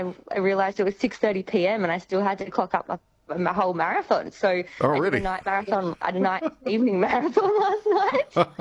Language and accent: English; Sydney, New South Wales, Australia; I'm from Sydney